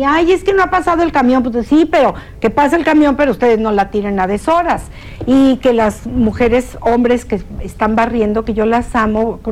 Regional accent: Querétaro, Mexico; Entonces, pues así somos los queretanos, ¿qué les digo?

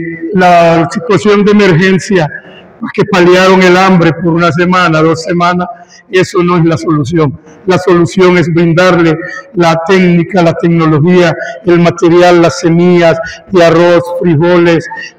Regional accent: Gracias a Dios, Honduras

